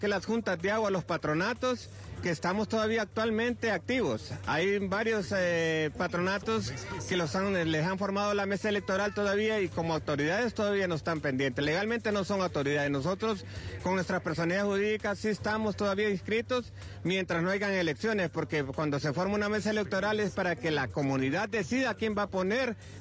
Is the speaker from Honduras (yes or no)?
yes; Honduras; Todos tenemos derecho como hondureños